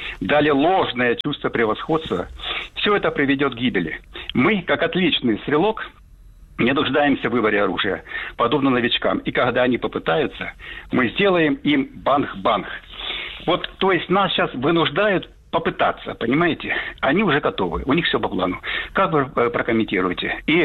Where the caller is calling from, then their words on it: Rostov-on-Don, Rostov Oblast, Russia; Здравия желаю, товарищ полковник и фронтовой гвардии … из Ростова.